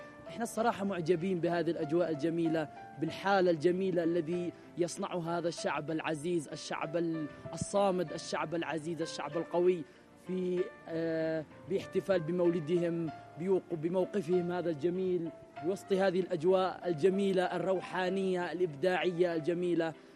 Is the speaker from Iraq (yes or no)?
no; Somalia; also born or lived in Yemen; صومالي من مواليد اليمن